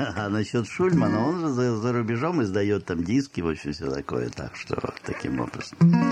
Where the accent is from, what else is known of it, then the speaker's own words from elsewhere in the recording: Odesa, Odesa Oblast, Ukraine; Нет, я из Одессы.